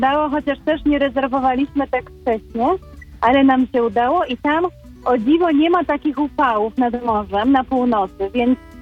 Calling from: Warsaw, Masovian Voivodeship, Poland; u nas też z Warszawy właśnie

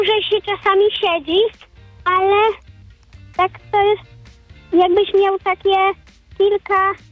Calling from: Warsaw, Masovian Voivodeship, Poland; Z samochodu z Warszawy.

